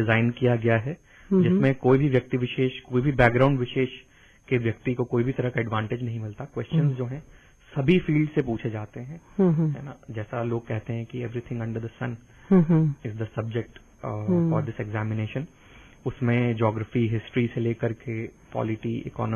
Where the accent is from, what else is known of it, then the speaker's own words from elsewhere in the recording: Ranchi, Jharkhand, India; moved away as an adult; also born or lived in Kolkata; now in Jagdalpur, India; मेरा जन्म रांची, जो कि झारखंड की राजधानी है, वहां पर हुआ था। और मेरी प्रारंभिक शिक्षा से लेकर के 12वीं कक्षा तक शिक्षा भी रांची में ही हुई। वहां पर क्लास 10th तक मैं सेंट एंथनी स्कूल रांची में पढ़ा और 11th and 12th DPS Ranchi से मैंने वहां कंप्लीट किया।